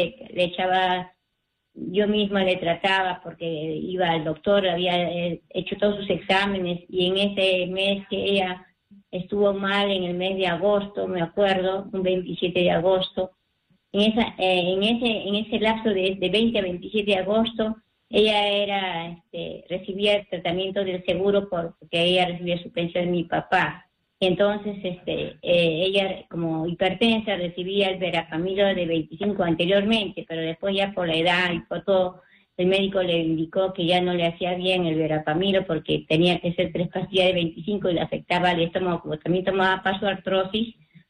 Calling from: Huacho, Lima, Peru; estoy llamando de Guacho … de Voluntad.

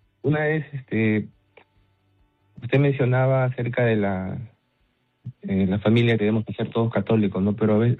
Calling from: Chiclayo, Lambayeque, Peru; De Chiclayo

